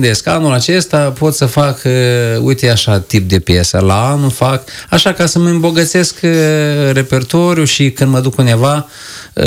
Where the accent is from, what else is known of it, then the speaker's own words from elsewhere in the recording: North, Romania; Eu sunt de la Nord, când concertez la Nord, cu siguranță cei de la Nord vor să asculte ceva din așa